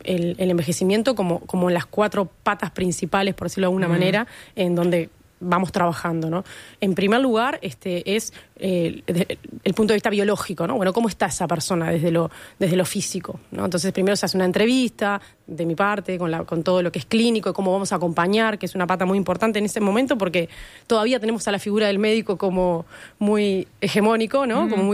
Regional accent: Uruguay; Porque no somos los uruguayos.

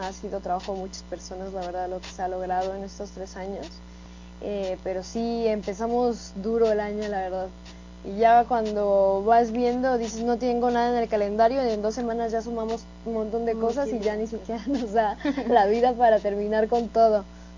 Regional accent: Toluca, State of Mexico, Mexico; allá de donde soy, de Toluca

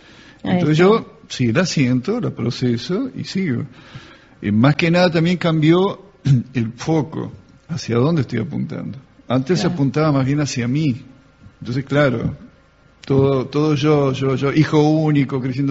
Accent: Uruguay; todo uruguayo.

